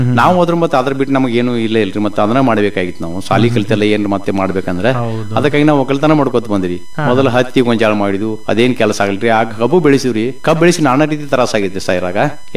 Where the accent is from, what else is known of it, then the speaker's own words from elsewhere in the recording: Karnataka, India; ನಮ್ಮ ಊರ ತಪ್ಸಿಕೆ ಮುಣಕುಲ್ರಿ, ಗೋಕಾಕ್ ತಾಲೂಕ ಹಳ್ರಿ ಅರವಾ ವಿಭಾಗ. ನಮ್ದು ನಮ್ಮ ತಾಯಿ ಊರ ಪಟ್ಟುಕುಂದ್ರಿ. ನಾವು ವಿದ್ಯಾ ಕಲಿತದ್ದು ನಮ್ಮ ತಾಯಿ ಊರಾಗ, ಈಗ ನಾವು ಇರುದು ನಮ್ಮ ತಂದೆ ಊರಾಗ.